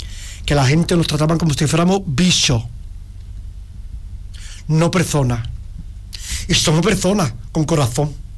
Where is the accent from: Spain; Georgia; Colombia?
Spain; Arcos de la Frontera, Andalusia; moved away as an adult; also born or lived in Basque Country; me jubilé, a los 13 días estaba aquí en Arco, en mi tierra. Porque yo soy de Arco, siempre me ha... 35 años me he tirado el País Vasco, todos los años venía a Arco.